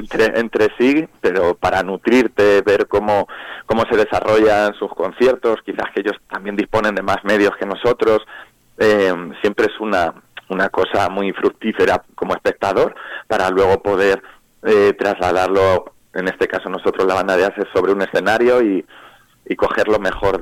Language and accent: Spanish; Albacete, Castilla-La Mancha, Spain; Yo soy de Albacete y justo estamos en plena feria de Albacete.